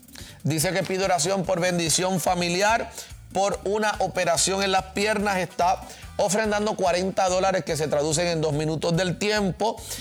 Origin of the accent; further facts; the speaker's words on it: Fajardo, Puerto Rico; yo vengo de Fajardo, Puerto Rico, no conozco todos los pueblos